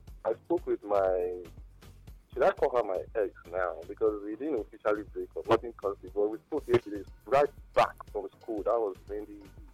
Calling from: Kogi, Nigeria; from Kogi State.

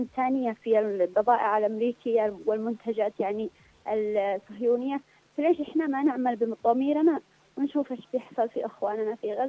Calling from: Yemen

